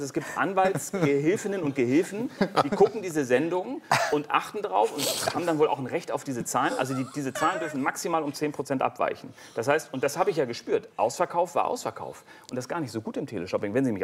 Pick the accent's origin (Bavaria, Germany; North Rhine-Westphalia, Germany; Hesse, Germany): North Rhine-Westphalia, Germany; Und ich habe einen Großteil meiner Kindheit auf dem Bauernhof in Westfalen verbracht, wo meine Mutter herkommt.